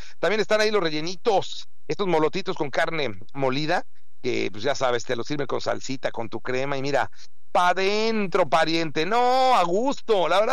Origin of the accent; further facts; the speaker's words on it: Puebla, Mexico; moved away; los tacos de arrachera, de pastor fries, los árabes como en mi tierra, mi Pepe. Eso, yo pensé que nomás allá en Puebla